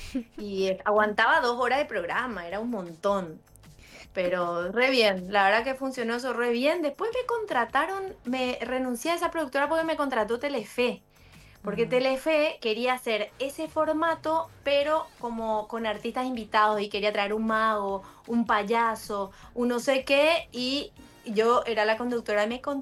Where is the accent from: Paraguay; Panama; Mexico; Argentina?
Paraguay; accent: Paraguayan; moved away; No, yo podía seguir con mi acento paraguayo